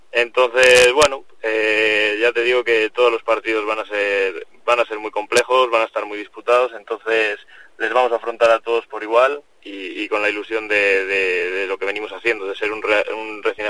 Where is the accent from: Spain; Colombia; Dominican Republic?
Spain; Cantalejo, Castile and León